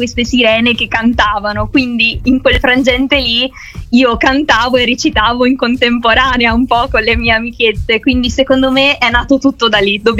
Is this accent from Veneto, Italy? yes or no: yes; Verona, Veneto, Italy; Allora, io sono originaria di Verona, quindi Veneto.